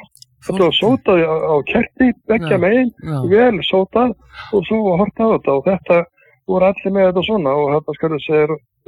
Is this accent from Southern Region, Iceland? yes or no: yes; Vestmannaeyjar, Southern Region, Iceland; Ég var út í átti, eða ég fattur upp hann út í Vestmannaeyjum